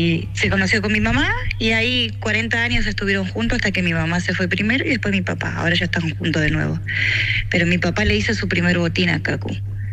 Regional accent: Asunción, Paraguay; now in Ciudadela, Argentina; Nosotros somos de Asunción, del barrio

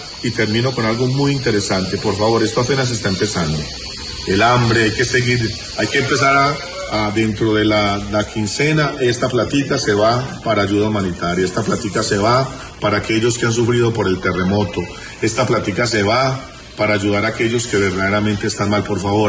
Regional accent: Antioquia, Colombia; now in Cali, Colombia; A mí me dicen, ¿usted dónde es? Yo le digo, yo soy antioqueño con corazón vallecaucano. Llevo 27 años y de verdad que amo a Cali con locura.

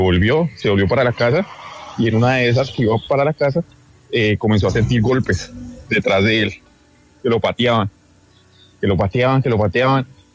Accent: Boyacá, Colombia

